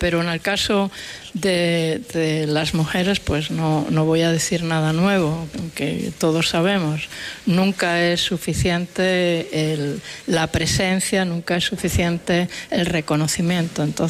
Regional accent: Boimorto, Galicia, Spain; born there; este lugar en el que he nacido y ha nacido toda mi familia, ¿no? La familia de mi padre está a escasísimos kilómetros de donde nacieron la familia de mi madre.

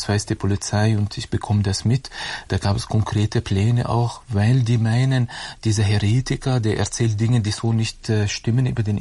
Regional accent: Germany; Und dann habe ich ihm gesagt, auf Arabisch habe ich geantwortet, ich komme aus Deutschland. Ich wusste auch nicht, was ich genau sage, aber meine Eltern sind Palästinenser.

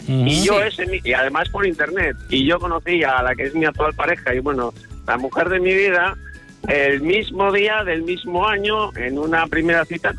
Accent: Valladolid, Castile and León, Spain; born there; accent: León; now in A Coruña, Spain; Los dos nacimos en Valladolid con dos días de diferencia.

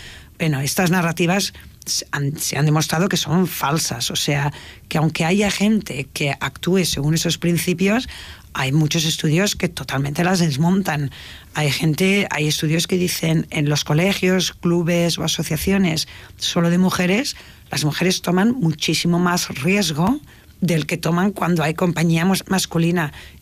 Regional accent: Tarragona, Catalonia, Spain; De hecho, yo que soy de un pueblo, soy de Tarragona y de Morella, por parte de padre

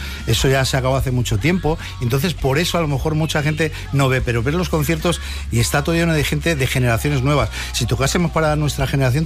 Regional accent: Madrid, Community of Madrid, Spain; born there; nosotros somos un grupo de Madrid, ¿no? Nacimos en Madrid.

